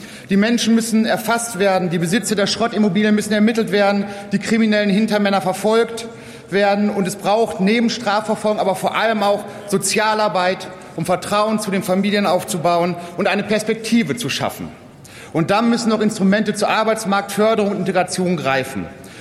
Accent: Dortmund, North Rhine-Westphalia, Germany; born or raised there

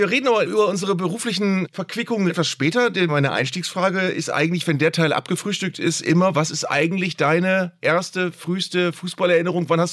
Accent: Bremen, Germany; Ich bin Bremer

